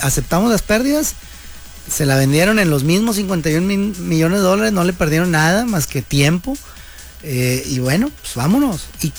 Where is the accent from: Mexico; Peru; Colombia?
Mexico; nuestro deber como mexicanos